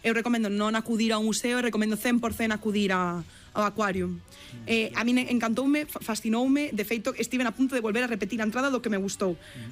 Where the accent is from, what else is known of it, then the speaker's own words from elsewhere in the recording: Galicia, Spain; nós como persoas que somos galegas, españolas e europeas